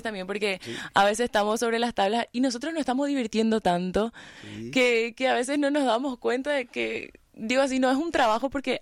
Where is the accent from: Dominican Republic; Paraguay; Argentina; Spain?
Paraguay; Santa Rita, Alto Paraná; moved away as an adult; now in Asunción, Paraguay; Yo soy oriunda de Santa Rita y hace como 3 años vine a Asunción